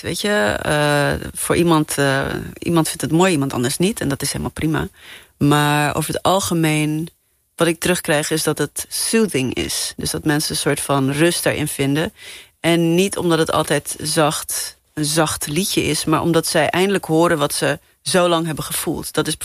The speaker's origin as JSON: {"language": "Dutch", "country": "Namibia", "said": "In heel veel, waar ik vandaan kom, in Namibië en heel veel Afrikaanse landen, is dat een beetje het narratief wat wordt gebruikt."}